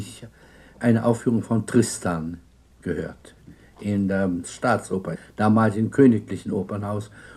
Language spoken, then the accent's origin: German; Berlin, Germany; born there; moved away as an adult; also born or lived in Riga / Austria / France / United States; ich bin in Berlin geboren, in einem Haus, in dem es nicht sehr üppig zuging.